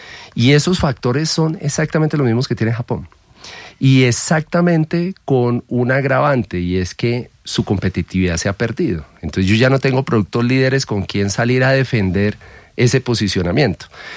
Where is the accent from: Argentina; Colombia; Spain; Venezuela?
Colombia; distorsiones que pueden afectar la manera como los colombianos estamos tomando nuestras decisiones.